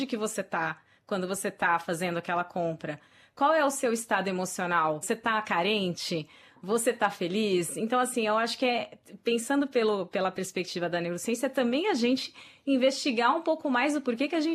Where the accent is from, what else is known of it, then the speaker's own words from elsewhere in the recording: Brazil; Sim, então aqui a gente entra num assunto que eu amo falar, que é o Brasil, né? Afinal, sou brasileira. A primeira coisa é, eu viajo bastante, né? E eu, às vezes, vou, pelo menos uma vez por ano, eu tô no Brasil.